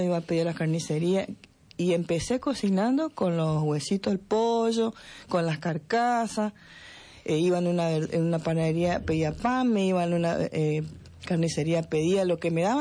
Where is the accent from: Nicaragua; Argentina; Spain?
Argentina; yo soy de Belén